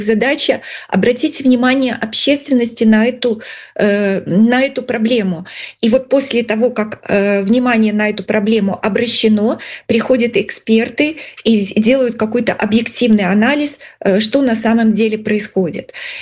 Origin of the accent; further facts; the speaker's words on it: Mogilev, Mogilev Region, Belarus; я выросла в Могилеве, но уже не буду так прятать свой возраст. Мне было 9 лет, когда случилась авария, на Чернобыльской аварии.